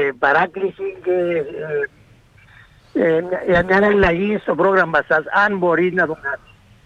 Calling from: Famagusta, Famagusta District, Cyprus; και είμαι από τη Μαρωσίνη

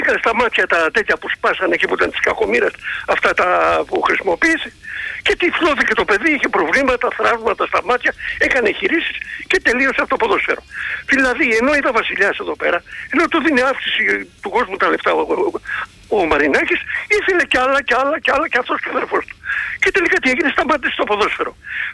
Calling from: Attica, Greece; από τα Βόρεια Προάστια.

